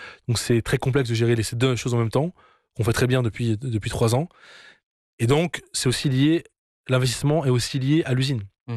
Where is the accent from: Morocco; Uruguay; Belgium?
Morocco; now in France; Moment historique, inoubliable en tant que Marocain, ou ce Marocain du monde. On est en France. Loin du Maroc au départ, avec juste les vacances d'été